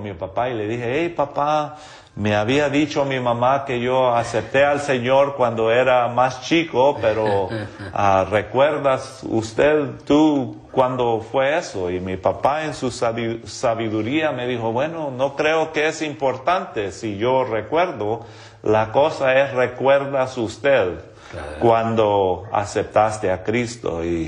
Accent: Honduras; Spanish is a second language; now in United States; Sí, bueno, yo me crecí en Honduras, Centroamérica, y por eso sé un poquito de español.

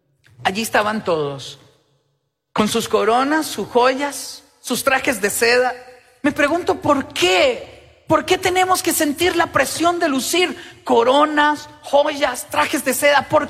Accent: Nicaragua; Le hago la pregunta para contarle que yo también soy nica. Y que me emociona decir que mi mamá era de Nicaragua.

